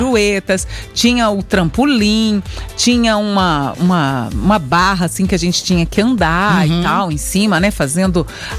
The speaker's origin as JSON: {"language": "Portuguese", "region": "Minas Gerais", "country": "Brazil", "tie": "born there", "said": "A gente que nasceu em Minas, sim. A gente é mineiro"}